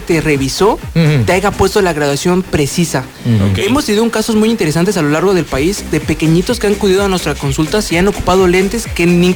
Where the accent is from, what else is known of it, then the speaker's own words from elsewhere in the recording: Mexico City, Mexico; De la hermosa Ciudad de México.